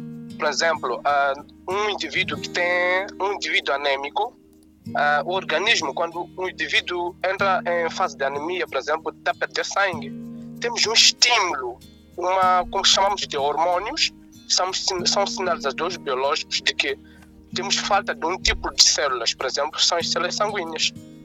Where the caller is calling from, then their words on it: Maputo, Mozambique; Falo de Maputo, mesmo estado de Maputo.